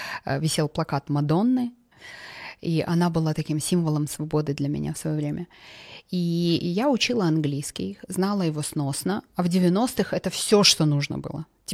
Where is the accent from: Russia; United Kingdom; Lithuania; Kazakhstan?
Kazakhstan; Zhanarka, Karaganda Region; я типичная провинциальная девочка. То есть это человек... Мы из Жанарки, с Карагандинской области. Это даже Джасказганская область. Мы из маленького поселка.